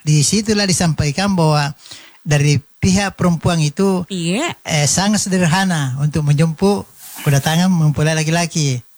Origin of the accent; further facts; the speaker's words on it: Makassar, South Sulawesi, Indonesia; Jadi ini suatu tradisi bagi kita orang Makassar, pada umumnya daerah ini Bantaeng, Jeneponto, Takalar, Makassar, Maros.